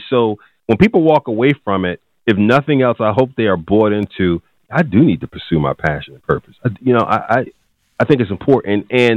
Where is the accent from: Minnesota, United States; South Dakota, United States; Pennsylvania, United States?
Pennsylvania, United States; Philadelphia; Well, you know, North Philly was tough back then. Eighth and Butler was considered at that time, man, the drug capital of the world, at least the United States. And I was one of those kids